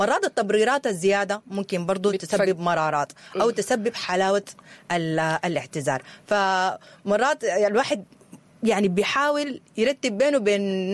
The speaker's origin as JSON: {"language": "Arabic", "country": "Sudan", "said": "إحنا كسودانيين"}